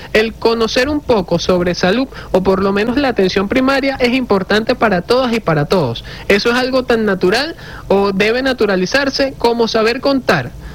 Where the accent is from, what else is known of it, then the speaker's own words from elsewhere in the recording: Venezuela; porque precisamente eso somos los venezolanos y nuestro eslogan en este momento es que Venezuela renace toda.